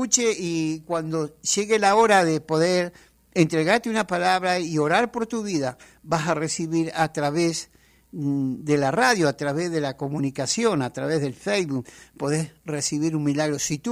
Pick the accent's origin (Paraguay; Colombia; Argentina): Argentina; La Pampa; vengo de muy lejos, de una tierra muy leja, está muy lejos, Argentina